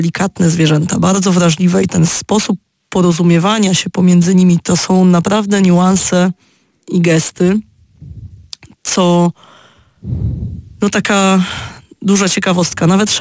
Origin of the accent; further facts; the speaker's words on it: Tricity, Pomeranian Voivodeship, Poland; Pochodzę z Trójmiasta